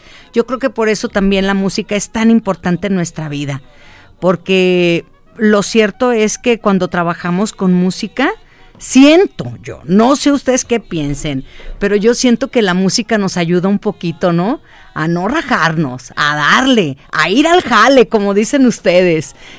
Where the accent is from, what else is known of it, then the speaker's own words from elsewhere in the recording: San Martín de las Flores, Jalisco, Mexico; Yo soy de San Martín de las Flores y mi papá … mi mamá Emilia, mi papá me dejó herencia, sembrar la milpa, los elotes.